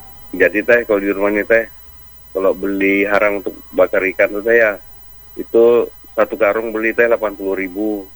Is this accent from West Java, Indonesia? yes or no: yes; West Java, Indonesia; Kita Sunda teh lupa teh, enak tuh apa ya?